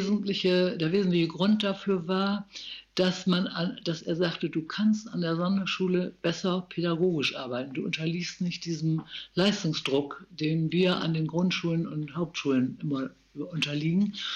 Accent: Varel, Lower Saxony, Germany; ich habe mich ganz bewusst dann nach Varel beworben, weil ich dachte, das ist meine Heimat. Die Umgebung ist mir bekannt.

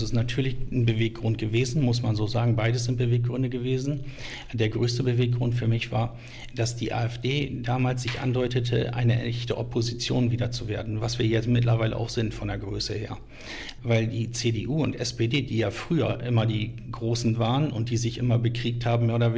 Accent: Wittmund, Lower Saxony, Germany; moved away as an adult; also born or lived in Essen / Solingen; ich bin ja in Wittmund geboren, muss man dazu sagen, aufgewachsen, war mal ein paar Jahre unterwegs, ne? Essen, Ruhr, Solingen und so weiter. Und es ist aber so, dass es doch meine Heimat ist letztendlich.

